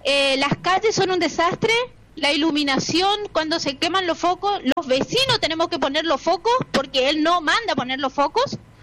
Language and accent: Spanish; Fontana, Chaco, Argentina; Yo soy de Fontana si soy nacida y criada